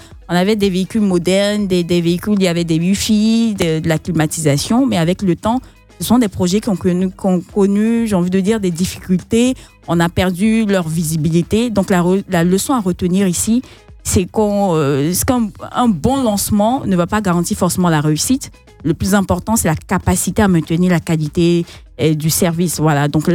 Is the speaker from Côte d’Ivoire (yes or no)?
yes; Côte d’Ivoire; On est ivoirien